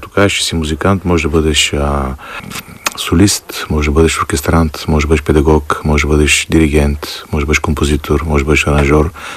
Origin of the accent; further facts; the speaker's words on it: Blagoevgrad, Blagoevgrad Province, Bulgaria; защото аз съм от Благоевград, започнал съм да свиря на тамбура